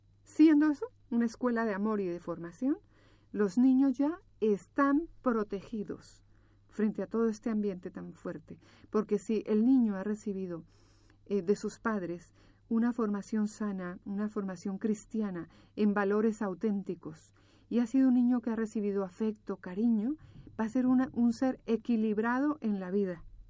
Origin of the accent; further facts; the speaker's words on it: Colombia; moved away as an adult; now in Barcelona, Spain; Sí, yo soy colombiana. Y hace 5 años vivo en Barcelona y soy madre de 3 niños